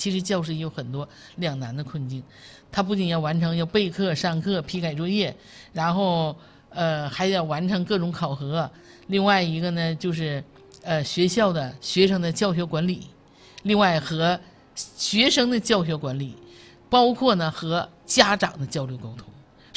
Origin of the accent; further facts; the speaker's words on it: China; 因为从我们中国来讲，可以说就是因为我们中国人就是尊师重教。